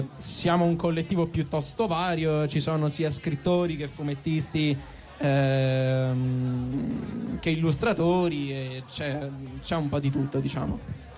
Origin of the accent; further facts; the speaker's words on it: Lazio, Italy; siamo per lo più di Roma e della provincia di Roma